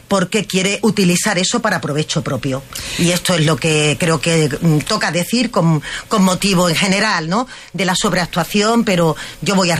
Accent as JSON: {"language": "Spanish", "region": "Andalusia", "country": "Spain", "said": "Porque la visión del sur que traemos las personas que somos de Andalucía"}